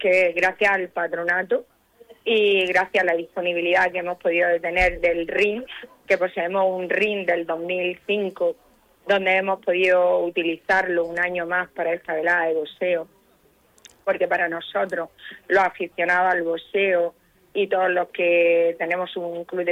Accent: Almería, Andalusia, Spain; nuestra tierra es una tierra de deportistas, de boxeadores almerienses

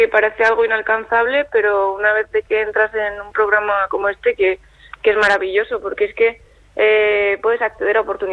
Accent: Navarre, Spain; now in Soria, Spain; No, yo soy de Navarra.

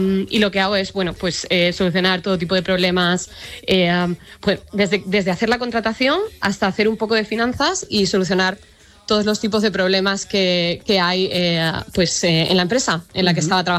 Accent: Spain; now in Canada; Ahora mismo tengo doble nacionalidad, canadiense y española.

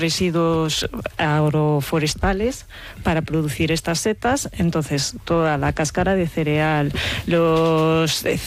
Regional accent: Valladolid, Castile and León, Spain; moved away as an adult; now in Montaña Palentina, Spain; Soy de Valladolid.

